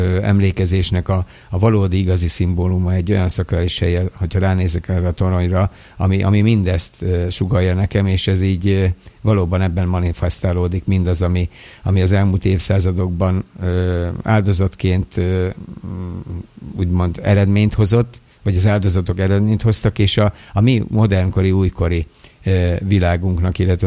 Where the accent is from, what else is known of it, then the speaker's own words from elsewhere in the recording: Dabas, Pest, Hungary; ez a közösség, ahová én születtem, és ahol felnőttem, ahol gyakorlatilag az életemet leéltem